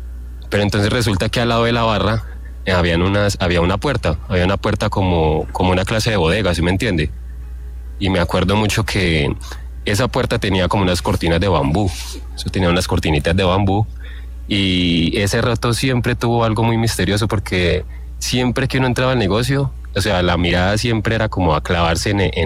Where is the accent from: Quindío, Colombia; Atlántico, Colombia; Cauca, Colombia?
Quindío, Colombia; Calarcá; now in Paipa, Colombia; Estoy desde Paipa, hermano. Pero entonces yo soy de Calarcá, Quindío, yo soy quindiano.